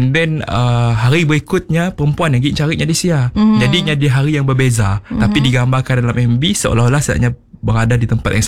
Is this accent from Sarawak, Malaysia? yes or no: yes; Kuching, Sarawak, Malaysia; now in Bintulu, Malaysia; Kami berasal daripada Kuching, Sarawak.